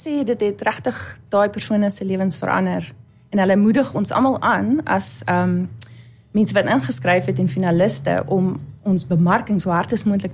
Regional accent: Hartbeespoort, North West, South Africa; Ek is van Hartie Spoort oorspronklik. Ek is 'n onderwyseres hierso al vir 15 jaar.

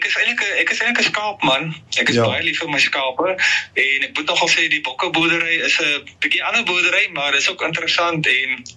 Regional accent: Carnarvon, Northern Cape, South Africa; so ek is hier van Carnarvon, so ons boer hier in die Carnarvon district.

